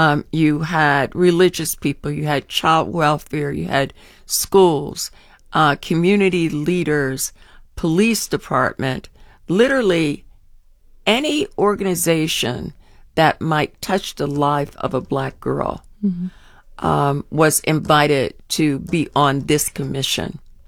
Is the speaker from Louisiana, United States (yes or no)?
no; Philadelphia, Pennsylvania, United States; now in Columbus, United States; when I was in Philadelphia, when I grew up in Philadelphia.